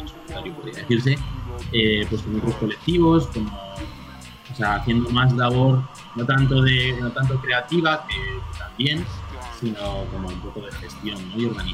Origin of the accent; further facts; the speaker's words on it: Aragon, Spain; moved away as an adult; now in Madrid, Spain; os hablo desde Madrid, aunque yo soy de Aragón.